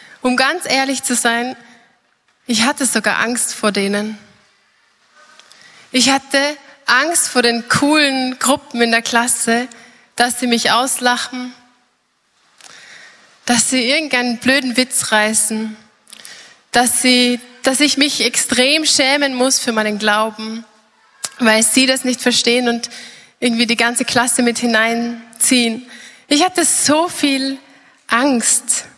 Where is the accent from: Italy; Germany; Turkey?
Italy; Trentino-Alto Adige; accent: South Tyrolean; Und ich komme zwar aus Südtirol und vielleicht erwartet ihr euch einen starken Dialekt